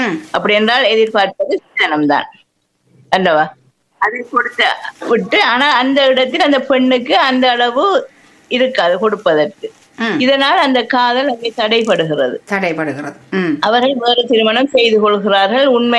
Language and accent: Tamil; Muttur, Eastern Province, Sri Lanka; moved away as an adult; திருமணம் முடிந்து நான் திருவண்ணாமலைக்கு போய்விட்டேன், எனது ஊர் மூதூர்